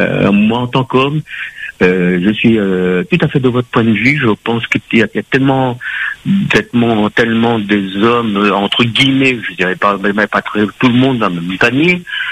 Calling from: Le Tampon, Réunion; j'habite au 17e kilomètre, j'habite au Tampon.

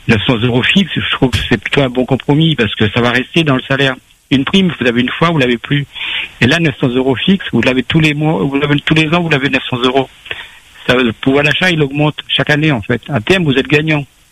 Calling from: Réunion; moi, en tant que Réunionnais, des fois, je me dis, je m'intéresse aussi à la vie à La Réunion

